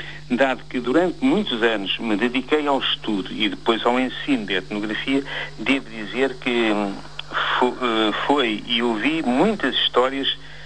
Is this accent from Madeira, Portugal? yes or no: no; Porto, Portugal; born there; also born or lived in Lisbon / Penafiel / Caminha; A minha irmã mais velha e eu nascemos no Porto. Apesar de ter vindo para Lisboa e depois para o Conselho de Louros com 5 anos e meio, eu recordo-me bem do tempo em que vivia em Penafiel e também em Caminha.